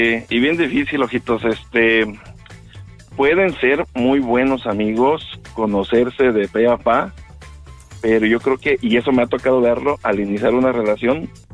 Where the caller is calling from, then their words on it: León, Guanajuato, Mexico; No hablo de Mexicali, pero hablo de León, Guanajuato.